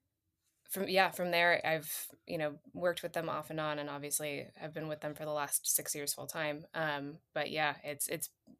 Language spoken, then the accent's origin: English; Los Angeles, California, United States; Yes, born and raised in the San Gabriel Valley of Los Angeles. So I've lived here most of my life.